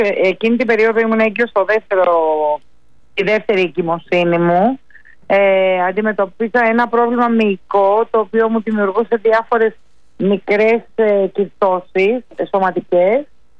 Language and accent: Greek; Athens, Attica, Greece; born there; Γεννήθηκα στην Αθήνα, η καταγωγή μου είναι από τη Μάνη, Λακωνική Μάνη, ναι.